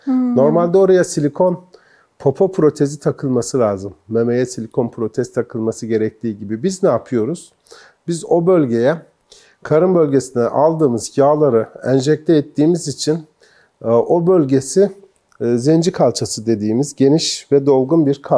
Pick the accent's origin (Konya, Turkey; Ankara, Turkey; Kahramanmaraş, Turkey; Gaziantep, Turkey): Gaziantep, Turkey; benim memleketim Gaziantep